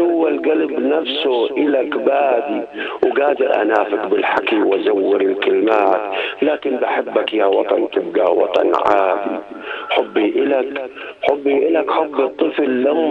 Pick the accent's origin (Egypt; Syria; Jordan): Jordan; accent: Jordanian; يا اخوان لهجتنا الأردنية غنية وكافية وقادرة على انها تخدم القصيدة